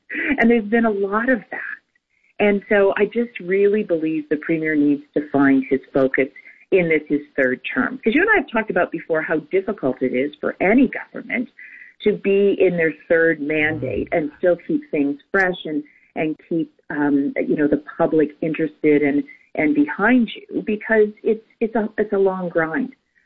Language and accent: English; Listowel, Ontario, Canada; I grew up in Listowel, Patty, as we've discussed, you know, not far mm-hmm. from Stratford, well north of Windsor.